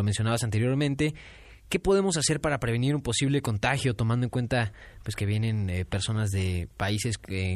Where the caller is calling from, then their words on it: Mexico; Como mexicanos